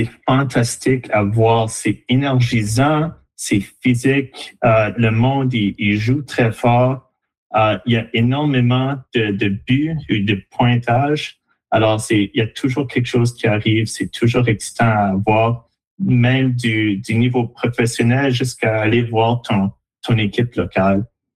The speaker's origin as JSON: {"language": "French", "region": "Saskatchewan", "country": "Canada", "tie": "born or raised there", "moved": "yes", "lives_now": "New Brunswick, Canada", "said": "Alors, comme vous avez dit, j'ai grandi à Saskatchewan."}